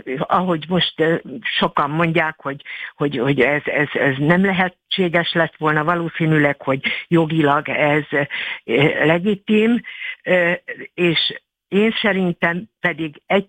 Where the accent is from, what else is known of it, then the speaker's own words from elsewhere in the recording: Eastern Hungary, Hungary; moved away as an adult; now in western border region, Hungary; itt a nyugati határszélen vagyok, amellett, hogy a keleti határon születtem, és ott éltem 21 évig